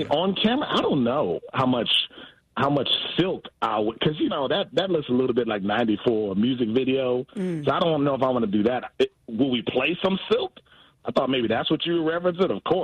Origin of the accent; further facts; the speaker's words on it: Milwaukee, Wisconsin, United States; I mean, I'm from Milwaukee.